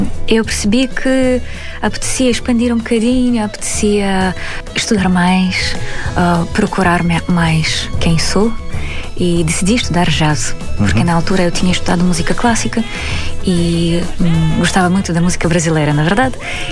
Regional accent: Minsk, Belarus; Portuguese is a second language; moved away as an adult; now in Portugal; Sou de Minsk, sim.

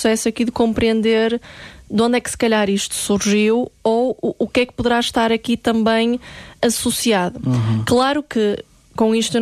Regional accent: Porto, Portugal; que nós somos aqui do Norte, na Boa Vista

